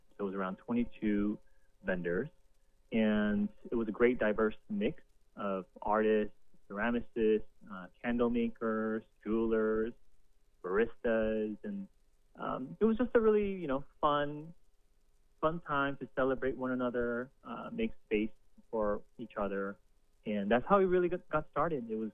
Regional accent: South Korea; also born or lived in Los Angeles, United States / New York, United States; now in United States; Keo and I we're both Korean. We're immigrants from Korea. We are here in the States now.

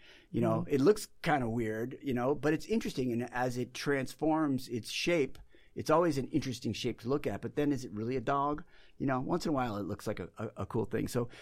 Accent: Massachusetts, United States; which is only 40 minutes from where I grew up in Massachusetts.

